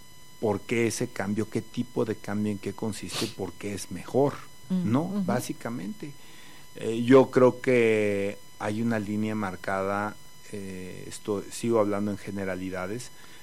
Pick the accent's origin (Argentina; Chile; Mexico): Mexico; Querétaro; born or raised there